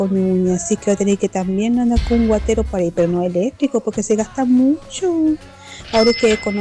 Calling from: El Bosque, Santiago Metropolitan Region, Chile; del Bosque Santa Julia

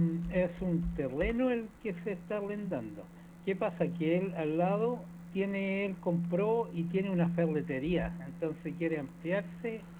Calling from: Quilpué, Valparaíso, Chile; de Quilpué.

